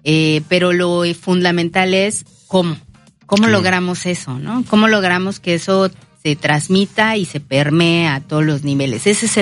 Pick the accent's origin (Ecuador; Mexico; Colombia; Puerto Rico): Mexico; Veracruz; Por un lado, la alegría, porque somos jarochos